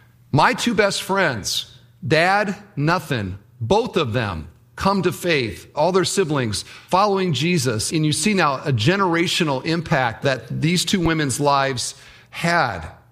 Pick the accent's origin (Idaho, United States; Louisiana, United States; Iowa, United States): Iowa, United States; Cedar Falls; I grew up in Iowa. I grew up in Cedar Falls, Iowa, not a big city by any means. Grew up just outside of town.